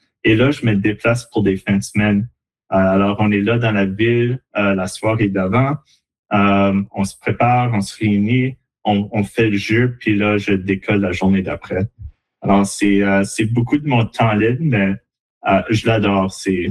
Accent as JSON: {"language": "French", "region": "Saskatchewan", "country": "Canada", "tie": "born or raised there", "said": "Alors, comme vous avez dit, j'ai grandi au Saskatchewan."}